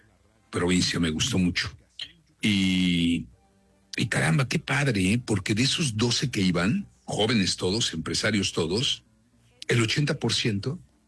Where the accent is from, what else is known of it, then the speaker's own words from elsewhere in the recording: Mexico; Ahora soy abuelo. Soy padre de familia, soy un mexicano preocupado, muy, muy preocupado por mi país.